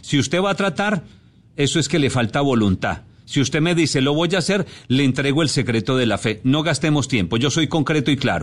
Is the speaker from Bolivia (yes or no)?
no; Colombia; now in Panama; Yo soy orgullosamente colombiano, pero mi deber, mi misión está aquí en Panamá